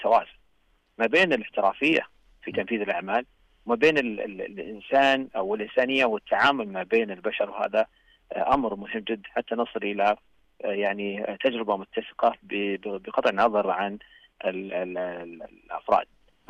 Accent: Saudi Arabia; من تفردنا كسعوديين بقيمنا الإسلامية وبسلوكنا وأخلاقنا السعودية.

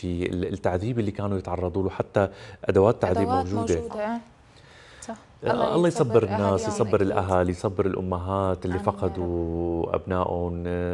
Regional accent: Syria; نحن اكيد كسوريين

